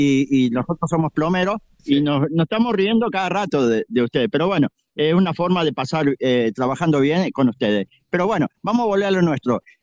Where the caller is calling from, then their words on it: San Francisco, Argentina; la parroquia Santa Rita acá de San Francisco.